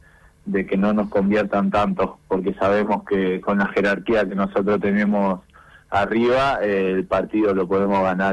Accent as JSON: {"language": "Spanish", "town": "Berazategui", "region": "Buenos Aires Province", "country": "Argentina", "tie": "born there", "lives_now": "San Isidro, Argentina", "said": "Sí, yo nací ahí, pero ahora estoy erradicado en San Isidro, en zona norte."}